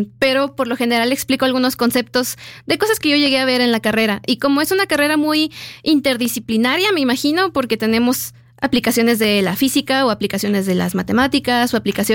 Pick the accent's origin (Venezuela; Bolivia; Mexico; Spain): Mexico; León, Guanajuato; León, porque yo soy de León, Guanajuato.